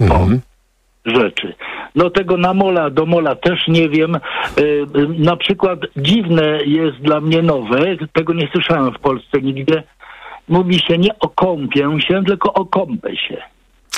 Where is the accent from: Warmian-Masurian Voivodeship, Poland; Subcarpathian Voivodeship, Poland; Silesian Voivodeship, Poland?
Silesian Voivodeship, Poland; now in Częstochowa, Poland; ja jestem Ślązakiem, który studiował w Lublinie